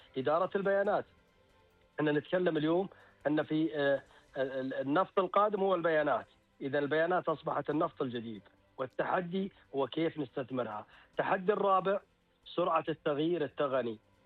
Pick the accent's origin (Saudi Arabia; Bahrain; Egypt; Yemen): Saudi Arabia; عندنا شباب وشابات سعوديين